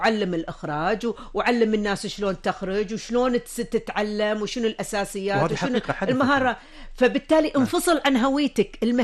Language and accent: Arabic; Kuwait; التطوع مفتوح عندنا بالكويت في كل مكان